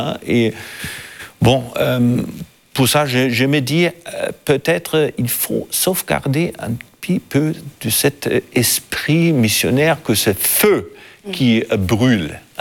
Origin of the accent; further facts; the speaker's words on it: Germany; French is a second language; De temps en temps, chez nous, en Allemagne, on a encore un petit peu peur d'être regardé comme missionnaire.